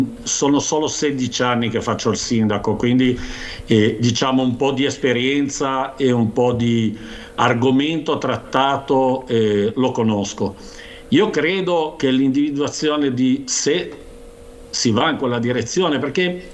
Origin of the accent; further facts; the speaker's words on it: Torriglia, Liguria, Italy; io ho 58 anni, quando ero ragazzino a Toriglia andavo a comprare il latte con la bottiglia